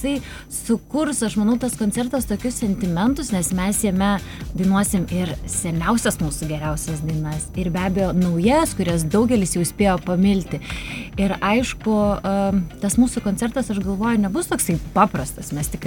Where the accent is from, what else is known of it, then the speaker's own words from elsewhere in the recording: Kaunas, Kaunas County, Lithuania; Aš kaunietė, kadangi esu